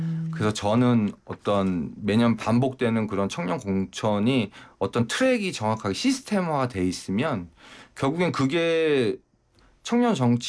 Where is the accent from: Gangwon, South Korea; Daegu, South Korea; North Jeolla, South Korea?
Gangwon, South Korea; Chuncheon; born there; 시골에 태어나 강원도 춘천에서 태어났어요.